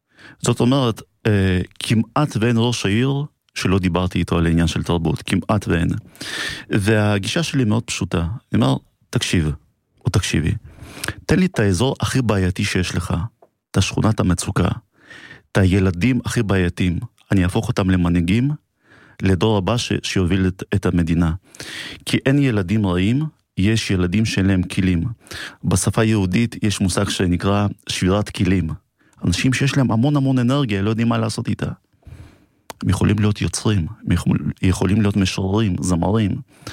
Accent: Acre, Northern District, Israel; גדלתי באקו, בפריפריה.

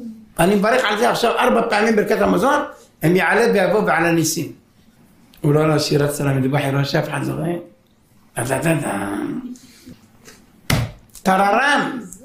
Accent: Haifa, Haifa District, Israel; אני בא להורים שלי גרו בחיפה. אני בא מחיפה.

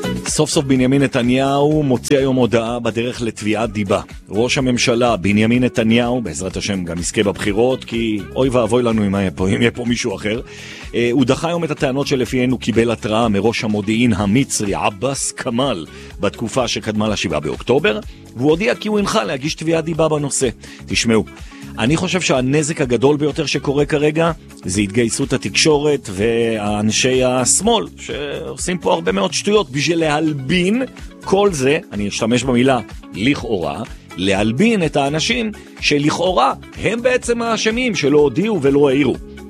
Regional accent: Jerusalem, Jerusalem District, Israel; וזה מרגש מאוד, כי אני ירושלמי, וכל דבר חיובי עושה לי טוב על הלב.

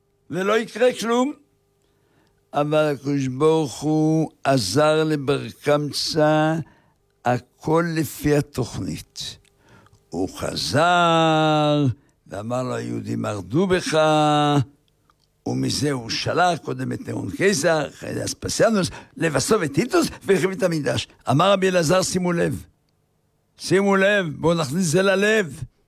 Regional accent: Haifa, Haifa District, Israel; אני גדלתי בחיפה

